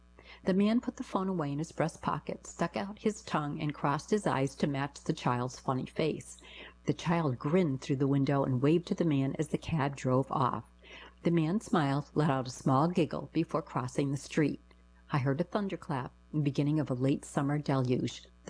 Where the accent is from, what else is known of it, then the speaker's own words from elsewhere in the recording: Rego Park, New York, United States; when I was growing up in Rego Park in the 1950s, I used to scour gutters for discarded Bazooka bubblegum comics